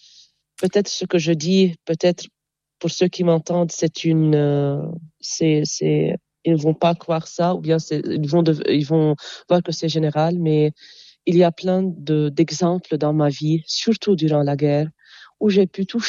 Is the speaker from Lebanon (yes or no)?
yes; Jounieh, Mount Lebanon, Lebanon; Et puisque je suis de Jounieh, vous voyez, l'élève ou bien l'enfant dépend de son environnement. À Jounieh, il y a la plage, il y a la mer.